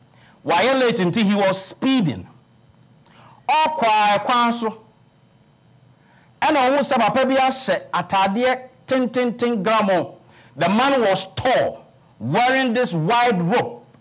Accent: Kenya; I'm from Kenya.

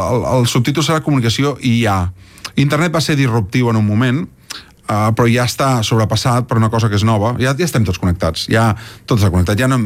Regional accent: Granollers, Catalonia, Spain; jo soc de Granollers, i per tant em quedava molt a prop

